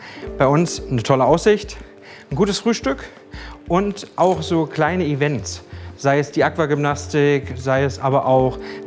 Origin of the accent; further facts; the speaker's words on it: Berlin, Germany; moved away as an adult; also born or lived in Warsaw / Frankfurt; now in Usedom, Germany; Ich bin in einer Großstadt in Berlin aufgewachsen, habe 5 Jahre in Warschau gelebt und habe meine Ausbildung in Frankfurt gemacht. … ich bin 41 Jahre alt